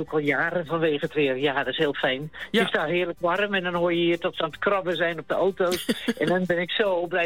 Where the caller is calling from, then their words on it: The Hague, South Holland, Netherlands; uit Scheveningen.